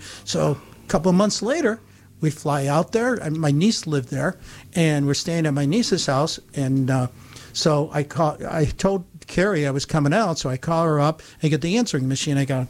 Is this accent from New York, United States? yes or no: yes; Utica, New York, United States; moved away; also born or lived in New Hartford, New York; well, I'm originally from the Utica-Rome area.